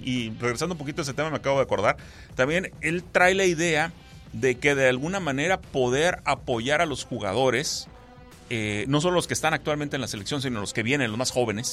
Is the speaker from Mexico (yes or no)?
yes; Tijuana, Baja California, Mexico; Pues porque soy de Tijuana.